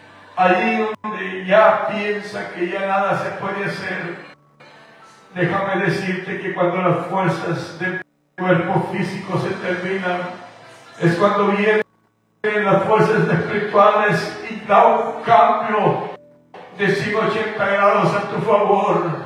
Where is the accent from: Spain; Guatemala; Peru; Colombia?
Guatemala; born there; moved away; Mi tierra de donde yo soy nacido, en Guatemala